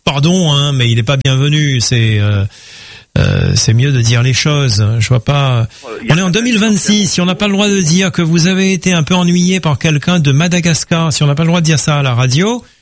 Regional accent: Réunion; ça vient de chez nous, à La Réunion

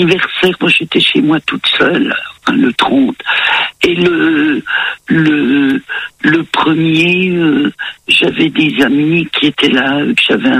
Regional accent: Grand Est, France; moved away as an adult; also born or lived in Nancy, Meurthe-et-Moselle; now in Vosges, France; ça va faire 2 ans que j'ai déménagé et je suis revenue dans ma région natale

